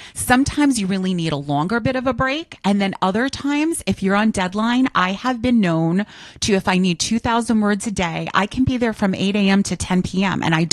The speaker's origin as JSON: {"language": "English", "area": "Hudson Valley", "region": "New York", "country": "United States", "tie": "born or raised there", "also_born_or_lived": "Queens, New York"}